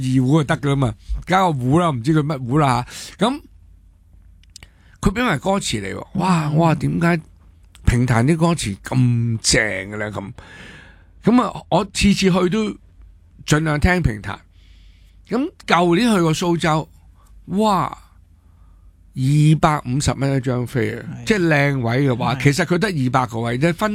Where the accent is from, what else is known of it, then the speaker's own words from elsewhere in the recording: Hong Kong; 作为中国人我就振奋，作为中国嘅香港人我就震惊。